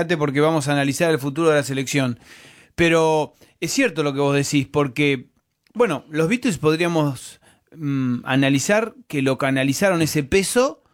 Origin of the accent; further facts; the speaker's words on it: Argentina; Porque eso también un poquito somos los argentinos, ¿no?